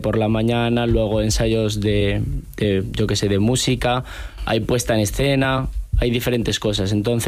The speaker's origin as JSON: {"language": "Spanish", "town": "Arévalo", "region": "Castile and León", "country": "Spain", "said": "Yo soy de Arévalo, de Ávila."}